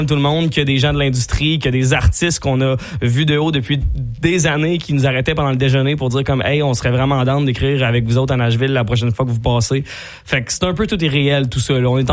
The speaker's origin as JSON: {"language": "French", "region": "Quebec", "country": "Canada", "said": "oui, qui chante en anglais, mais on est des francophones. On est des Québécois, français"}